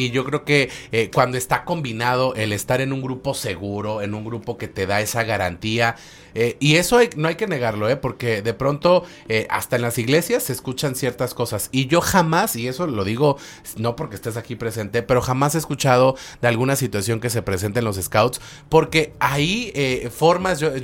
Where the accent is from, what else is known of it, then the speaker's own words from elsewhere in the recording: Cuautla, Morelos, Mexico; soy un scout de Cuautla.